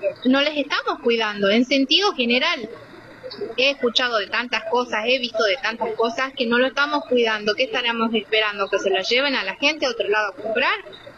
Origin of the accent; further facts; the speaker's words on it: Bolivia; now in Argentina; Yo me siento más argentina que boliviana. ¿Qué querés que te diga?